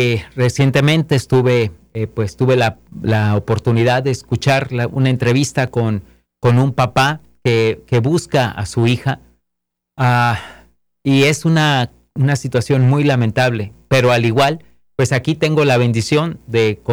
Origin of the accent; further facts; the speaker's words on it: Mexico; en nuestro país, a los que somos mexicanos